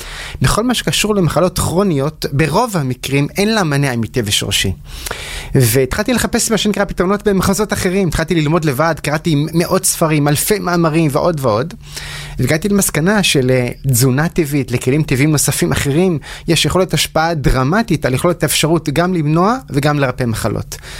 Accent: Haifa, Haifa District, Israel; אז גדלתי בחיפה, למדתי בבית ספר ריאלי בחיפה

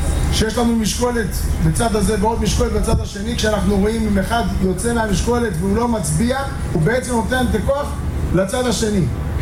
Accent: Acre, Northern District, Israel; גדלתי באקו

